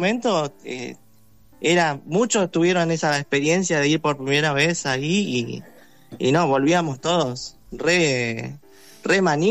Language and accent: Spanish; Santa Fe, Argentina; cuando yo estudiaba en una escuela de música de Santa Fe, yo soy santafesino.